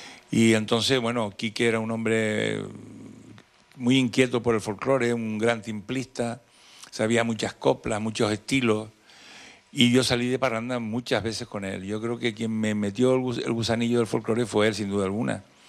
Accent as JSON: {"language": "Spanish", "area": "El Hierro", "region": "Canary Islands", "country": "Spain", "tie": "born there", "also_born_or_lived": "La Laguna, Tenerife", "said": "yo recuerdo cuando chico en El Hierro"}